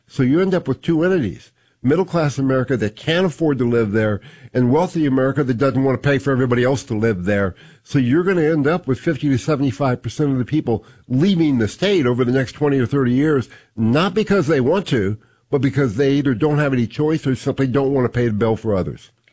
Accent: California, United States; moved away; growing up in California in the late 1950s and in the 1960s

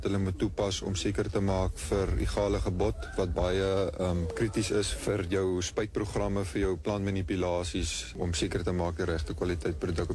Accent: Northern Cape, South Africa; moved away as an adult; now in Western Cape, South Africa; So ek is oorspronklik van die Noord-Kaap. Die winters hier vir my is maar baie swaar, omdat het so koud en nat is. Daarbo is het meer woestynklimaat, waar het bietjie weer meer droër is. Maar ook koud in die winter, maar warm in die somer.

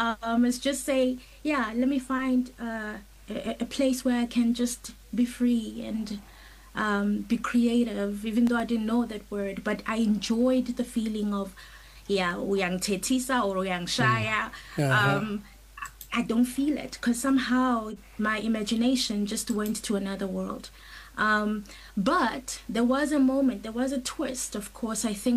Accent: Tembisa, Gauteng, South Africa; I grew up in Tembisa, Johannesburg

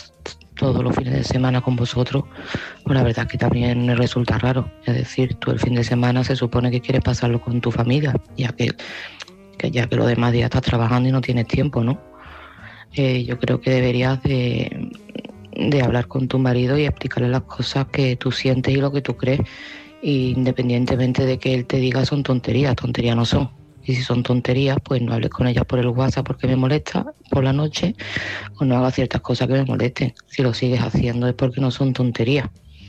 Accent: Seville, Andalusia, Spain

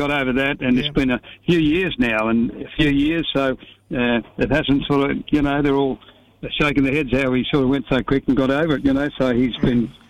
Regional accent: Alice Springs, Northern Territory, Australia; moved away as an adult; I can't wait to get back to my hometown. I still call it my hometown, although. I've been coming and going for a lot of years now, but all my family's still up there. So, and you know, I went to school up there and everything. You know, all my schooling was done in Alice Springs.

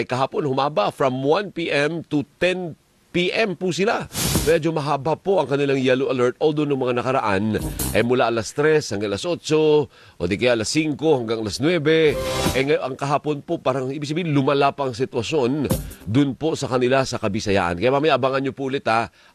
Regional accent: Bacolod, Western Visayas, Philippines; dyan sa amin sa Bacolod

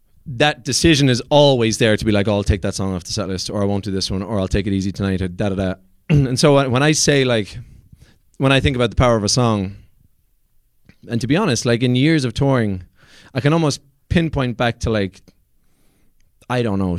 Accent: Ireland; accent: Irish

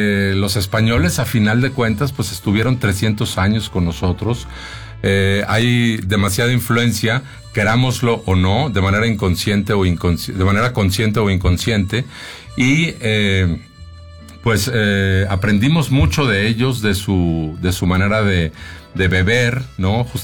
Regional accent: Guadalajara, Jalisco, Mexico; now in Monterrey, Mexico; Yo soy originario de Guadalajara.

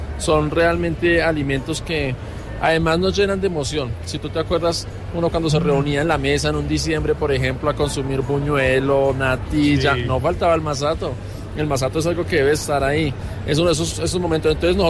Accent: Bogotá, Colombia; born there; pero yo soy nacido aquí en Bogotá. Amo Bogotá.

